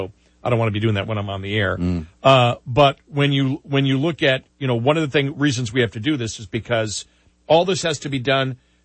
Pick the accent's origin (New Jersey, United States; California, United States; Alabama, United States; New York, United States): New York, United States; Buffalo; that's the weirdest thing growing up in Buffalo, that I, somebody who grew up in Buffalo, where the temperature probably now is 75 degrees